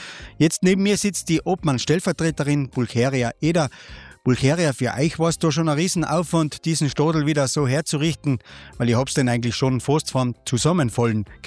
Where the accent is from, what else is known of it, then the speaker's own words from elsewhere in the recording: Rangersdorf, Carinthia, Austria; Ja, ich melde mich aus meiner Heimat, aus dem oberen Mölltal. Rangersdorf ist mein Standort